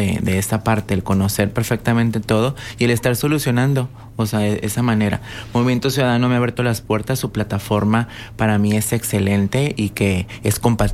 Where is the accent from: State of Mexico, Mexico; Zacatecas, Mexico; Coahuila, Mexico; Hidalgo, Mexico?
Coahuila, Mexico; Torreón; yo nací en el Distrito 8, mi trabajo está en el Distrito 8 y realmente mis clientes son del Distrito 8, ¿no? Mis amistades, mis amigos, mi familia, incluso, ¿no? Entonces, realmente la zona o el área como tal, pues la conozco perfectamente, al igual que Torreón